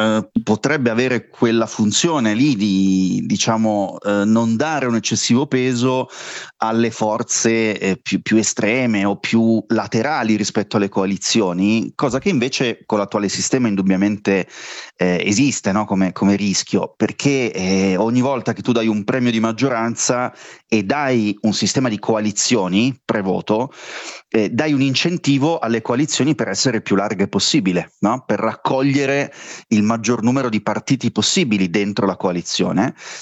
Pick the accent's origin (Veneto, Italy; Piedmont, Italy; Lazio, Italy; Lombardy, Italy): Piedmont, Italy; Turin; sono torinese e continuo a esserlo.